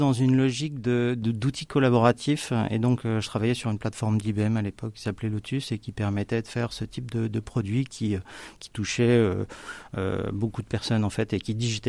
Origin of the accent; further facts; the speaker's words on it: Dieppe, Normandy, France; also born or lived in Rouen; Je suis natif de Dieppe, de famille rouennaise.